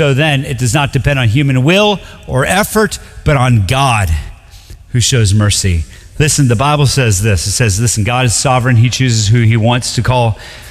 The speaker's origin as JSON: {"language": "English", "country": "United States", "said": "I know as an American"}